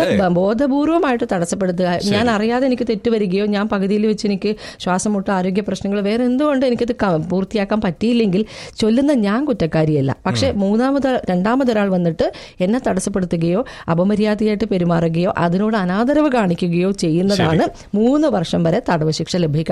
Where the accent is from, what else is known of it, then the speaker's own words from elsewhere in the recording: Kerala, India; ഞാനൊരു മലബാറുകാരിയാണ്